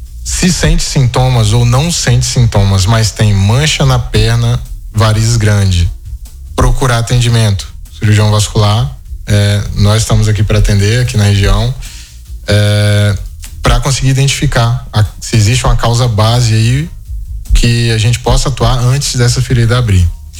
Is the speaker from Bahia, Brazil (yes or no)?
yes; Piatã, Bahia, Brazil; now in São Francisco, Brazil; Eu sou natural da Bahia. Eu sou da região lá da Chapada Diamantina. A cidade chama Piatã.